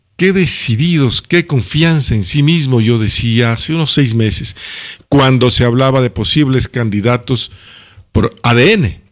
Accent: Cariamanga, Loja, Ecuador; En mi tierra, Cariamanga

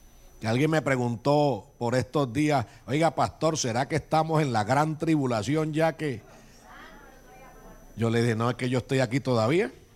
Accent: Barrancabermeja, Santander, Colombia; en Barranca, mi tierra

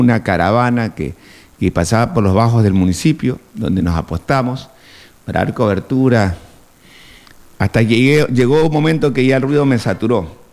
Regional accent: Ecuador; Yo soy ecuatoriano

